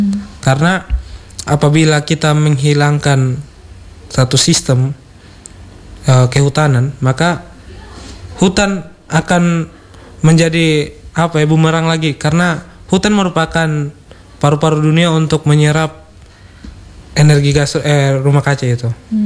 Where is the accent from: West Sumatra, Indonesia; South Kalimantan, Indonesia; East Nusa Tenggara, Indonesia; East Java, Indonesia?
East Nusa Tenggara, Indonesia